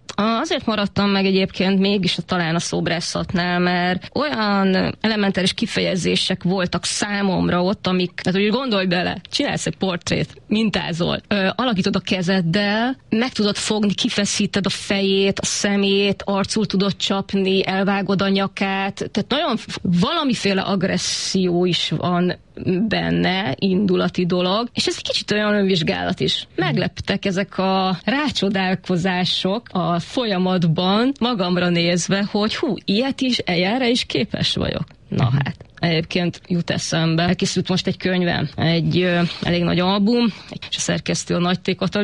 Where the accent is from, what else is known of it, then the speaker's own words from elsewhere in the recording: Eger, Heves, Hungary; Egerben a Hajdúhegy részén lakunk.